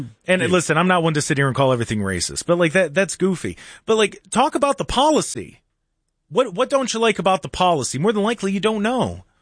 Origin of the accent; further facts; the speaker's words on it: United States; Because as an American, I believe in freedom of religion.